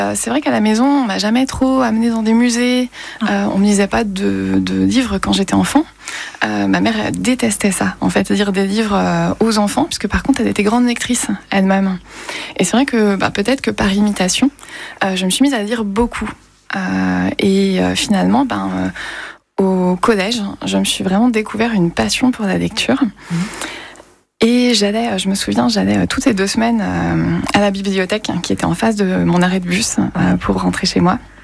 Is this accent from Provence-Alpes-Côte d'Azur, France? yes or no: no; Quimper, Brittany, France; also born or lived in Morlaix, France / Canada; now in Nantes, France; Non, je suis née dans le Finistère, à Morlaix, et j'ai grandi à Quimper.